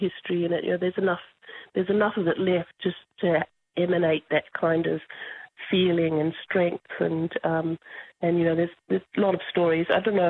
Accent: Broome, Western Australia, Australia; I'm from Broome.

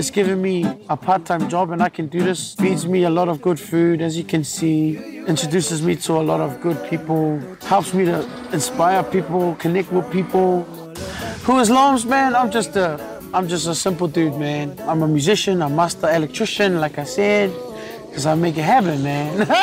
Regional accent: Auckland, New Zealand; I grew up in Mount Roscoe, Mount Albert.

